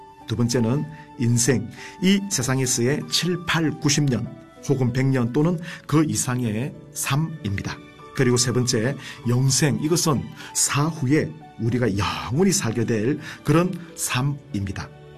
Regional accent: South Korea; born there; now in Ulsan, South Korea; 만약 제가 대한민국이 아닌 북한에 태어났다면 어찌 되었을까요?

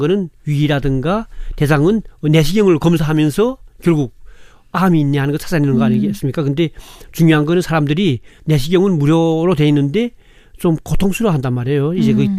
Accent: North Korea; now in South Korea; 우리 탈북자분들이

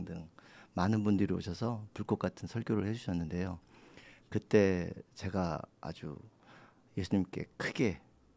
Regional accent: Seoul, South Korea; now in Pohang, South Korea; 저는 서울에서 왔고요. 5년 전에 포항으로 이사를 왔습니다.

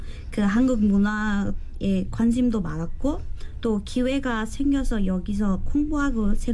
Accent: Bagmati, Nepal; Korean is a second language; moved away as an adult; now in Busan, South Korea; 저는 네팔 치트원에서 온 경성대학교 4학년

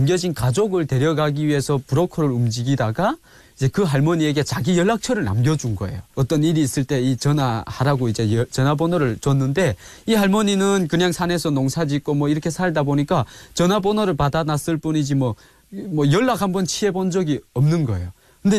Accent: North Korea; born or raised there; moved away; also born or lived in Ryanggang Province

